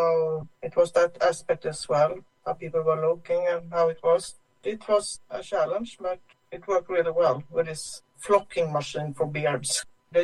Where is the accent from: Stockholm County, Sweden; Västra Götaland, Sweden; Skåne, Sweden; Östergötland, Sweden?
Västra Götaland, Sweden; Gothenburg; especially because the story is actually happened in my hometown, Gothenburg.